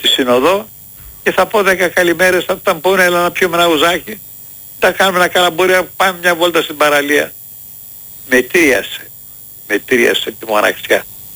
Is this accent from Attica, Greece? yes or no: yes; Athens, Attica, Greece; now in Kavala, Greece; Γιατί το σπίτι μου, η οικογένειά μου, η δική μου είναι στην Αθήνα. Είμαι Αθηναίος.